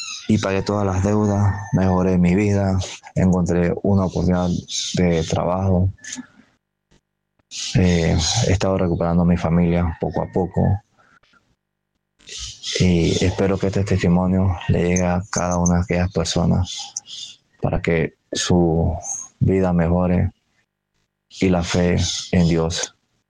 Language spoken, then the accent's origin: Spanish; Agua Dulce, Coclé, Panama; soy de Agua Dulce.